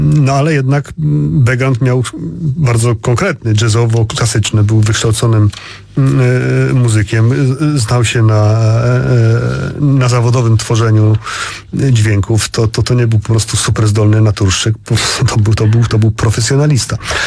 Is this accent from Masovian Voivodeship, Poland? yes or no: yes; Warsaw, Masovian Voivodeship, Poland; No ja tutaj jako warszawiak zazdroszczę Opolu, bo Opole ma fenomenalny dorobek nagraniowy, tak.